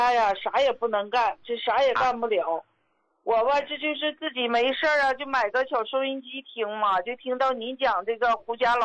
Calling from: Daqing, Heilongjiang, China; 我是大庆的。

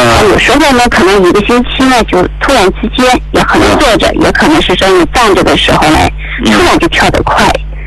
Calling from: Yantai, Shandong, China; 我是来自山东烟台的哈。

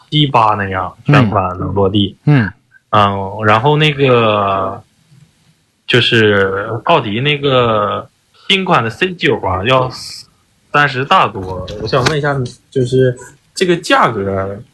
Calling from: Changchun, Jilin, China; 我是长春的

